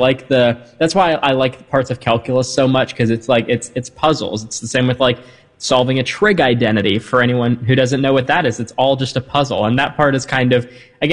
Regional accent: Canada; And that was interesting just because I'm from Canada, who doesn't know me, I'm from

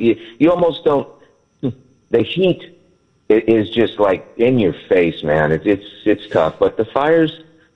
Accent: Hawaii, United States; In Hawaii, I grew up in Hawaii.

